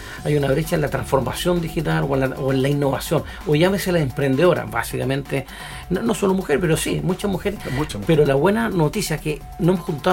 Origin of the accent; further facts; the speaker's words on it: Coquimbo, Chile; soy regionalista. Es decir, soy de acá, soy de Coquimbo y he trabajado en la empresa de la zona.